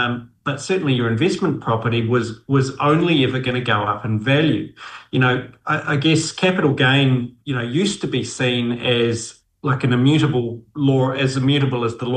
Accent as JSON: {"language": "English", "country": "New Zealand"}